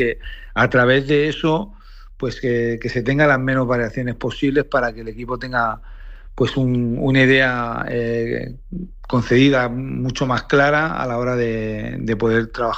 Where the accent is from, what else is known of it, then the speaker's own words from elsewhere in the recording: Valencia, Valencian Community, Spain; los que somos de Valencia, los que sufrimos con él, pues apoyar al equipo